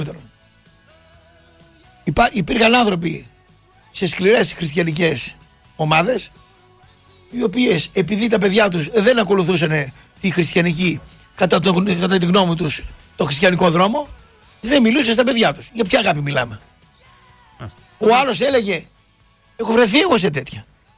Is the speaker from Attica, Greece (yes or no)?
no; Thessaloniki, Central Macedonia, Greece; Εγώ μεγάλωσα στην Τούμπα